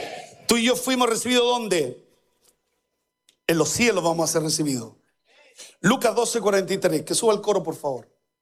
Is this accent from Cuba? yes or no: no; Chile; A otro hueso, a otro perro conoce hueso. Así somos los chilenos. Nosotros no desconfiados.